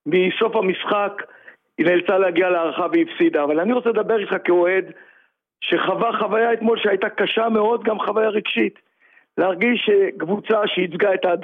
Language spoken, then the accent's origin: Hebrew; Beersheba, Southern District, Israel; אני בן 67, והשייכות לקבוצה, אני באר שבעי במקור